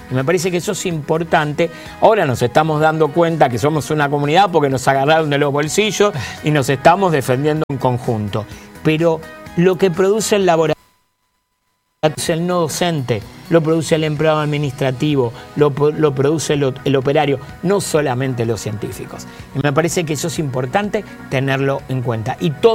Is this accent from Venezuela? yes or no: no; Argentina